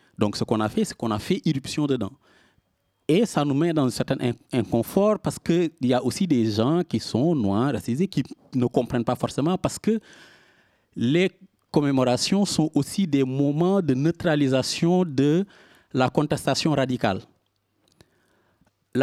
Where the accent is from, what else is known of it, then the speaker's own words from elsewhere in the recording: Senegal; moved away; quand on vient, par exemple, moi, du Sénégal